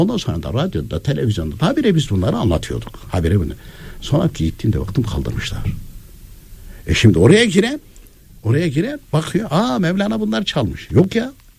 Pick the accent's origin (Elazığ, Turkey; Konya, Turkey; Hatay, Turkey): Konya, Turkey; Mesela daha önce yıllardır Türkiye Gazetesi ve TGRT'e anlata ben de kendim Konyalıyım.